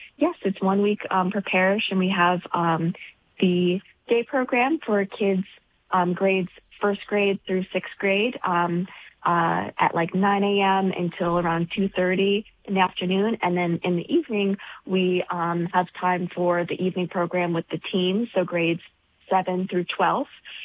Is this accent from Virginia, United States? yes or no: yes; Richmond, Virginia, United States; I'm actually originally from Richmond, Virginia, so I'm not from Minnesota.